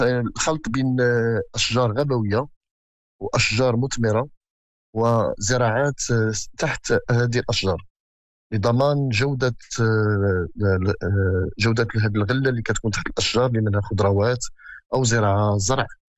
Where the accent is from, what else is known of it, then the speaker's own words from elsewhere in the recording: Morocco; وكان هذا السيستم هذا كان قديم عندنا في المغرب